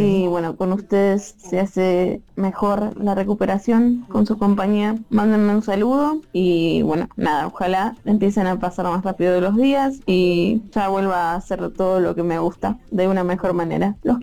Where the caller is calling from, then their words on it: Ciudadela, Buenos Aires Province, Argentina; de Ciudadela. Ahora estoy en mi casa